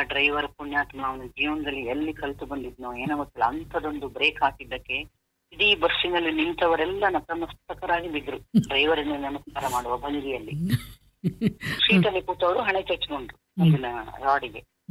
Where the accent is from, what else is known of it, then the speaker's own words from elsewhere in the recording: Karnataka, India; ಪಕ್ಕದ ಉತ್ತರ ಕನ್ನಡ ಜಿಲ್ಲೆ, ನಮ್ದು ಅದೊಂಥರ ಮಂದಗಾಮಿ ಅಂತ ಹೇಳ್ತೇನೆ ನಾನು ನಮ್ಮ ಉತ್ತರ ಕನ್ನಡ ಜಿಲ್ಲೆಗೆ.